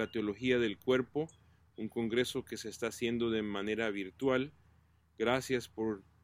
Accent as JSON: {"language": "Spanish", "country": "El Salvador", "moved": "yes", "lives_now": "Wichita, United States", "said": "Yo aquí vivo en los Estados Unidos, en Wichita, Kansas, pero soy originalmente de El Salvador."}